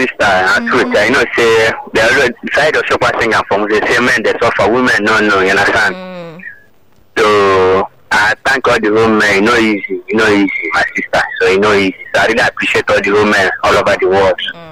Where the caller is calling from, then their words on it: Lagos, Nigeria; I'm calling from Alaba International.